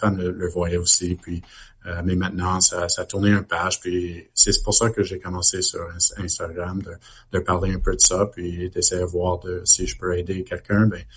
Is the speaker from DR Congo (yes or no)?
no; Montreal, Quebec, Canada; now in Ottawa, Canada; même si j'ai grandi à Montréal, moi, c'est sûr que je suis un fan de Montréal